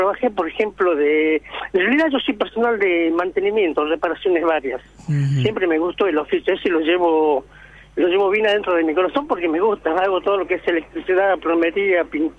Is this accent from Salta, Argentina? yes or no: yes; Salta, Argentina; moved away as an adult; now in Buenos Aires, Argentina; Yo soy salteño de Salta.